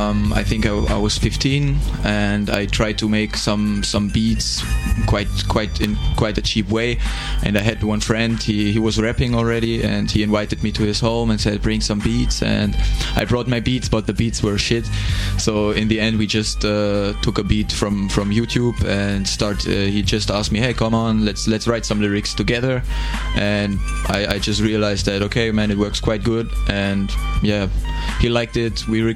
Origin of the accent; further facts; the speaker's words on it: Germany; moved away as an adult; now in Cluj, Romania; I'm from Germany, I'm an Erasmus student at UBB, European faculty. Back in Germany, I study social science with intercultural relations